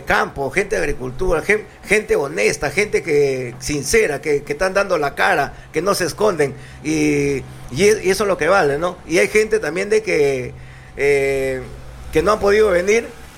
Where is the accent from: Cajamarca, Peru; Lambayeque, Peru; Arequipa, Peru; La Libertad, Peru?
Lambayeque, Peru; Túcume; nuestro pueblo de Túcume